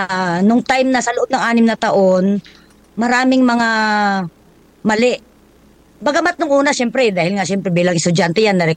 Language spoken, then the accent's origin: Tagalog; Iloilo, Western Visayas, Philippines; moved away as an adult; ako po ay taga Iloilo. No, wala pa akong kamag-anak, wala akong kakilala, wala akong kadugo. Ni salitang Ilocano, hindi ko po alam ang salita, no, ng Ilocano, kasi ako ay purong Ilongga po, no, from Region 6.